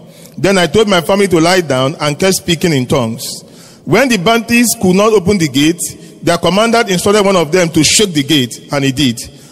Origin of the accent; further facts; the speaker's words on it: Lafia, Nasarawa, Nigeria; In May 2022, I traveled with my family to my hometown in Lafia.